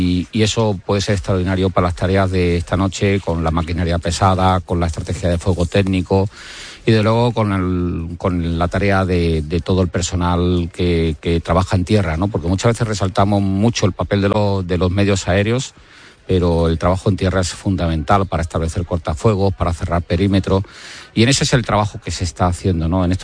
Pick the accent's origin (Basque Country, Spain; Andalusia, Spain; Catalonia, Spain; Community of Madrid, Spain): Andalusia, Spain; Cádiz; born or raised there